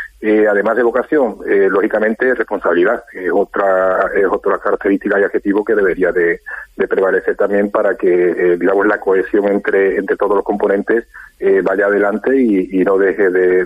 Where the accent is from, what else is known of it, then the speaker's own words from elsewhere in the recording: Campillos, Andalusia, Spain; la mayoría de las personas que componemos la formación somos de aquí, de la localidad.